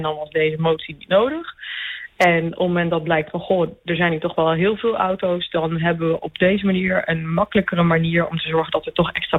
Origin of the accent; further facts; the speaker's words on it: Westervoort, Gelderland, Netherlands; Heb ik hier ook mijn vrienden wonen en kom ik zelf echt uit Westervoort.